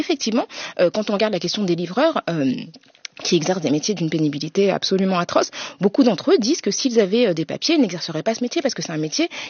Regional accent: France; Nous, on a ce confort moral quand même en tant que Français de savoir qu'on peut circuler

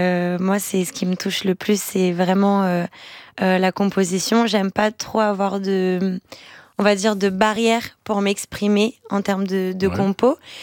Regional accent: Brazil; moi en tant que brésilienne.

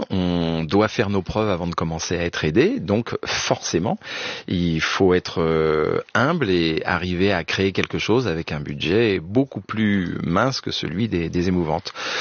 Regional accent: Orléans, Centre-Val de Loire, France; Moi, j'ai grandi à Orléans et c'est tout à côté.

